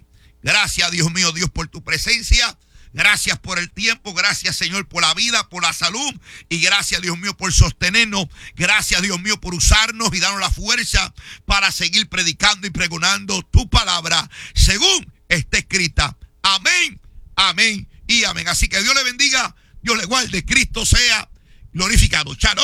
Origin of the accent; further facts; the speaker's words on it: Puerto Rico; como dicen en mi país Puerto Rico